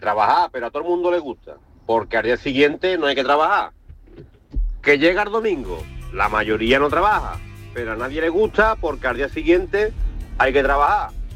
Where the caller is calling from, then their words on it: Camas, Andalusia, Spain; de La Pañoleta.